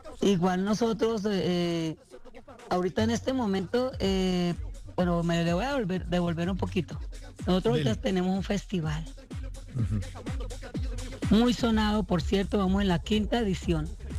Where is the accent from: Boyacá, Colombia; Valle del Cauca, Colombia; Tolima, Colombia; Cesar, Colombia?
Tolima, Colombia; Chaparral; como yo soy de Chaparral, allá sí. Se hacen las ferias.